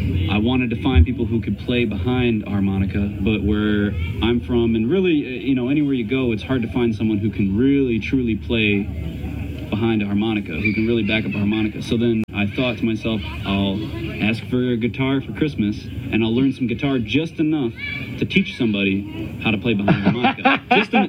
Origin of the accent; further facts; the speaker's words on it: Michigan, United States; I didn't come from that ilk. I didn't come from the Delta. I didn't come from Mississippi. I'm from Michigan